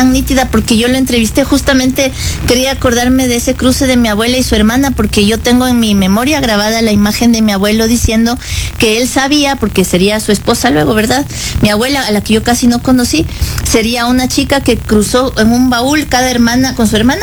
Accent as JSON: {"language": "Spanish", "town": "Quito", "region": "Pichincha", "country": "Ecuador", "tie": "born there"}